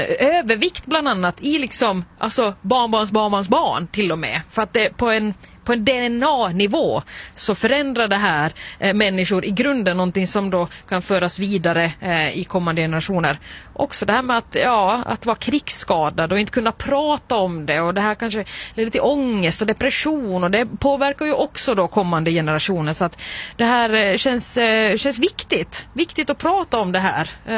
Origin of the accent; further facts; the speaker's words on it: Finland; Som en finländare, som den finländare jag är